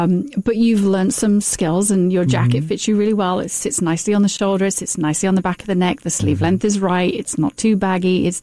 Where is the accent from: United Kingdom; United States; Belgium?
United Kingdom; I'm British.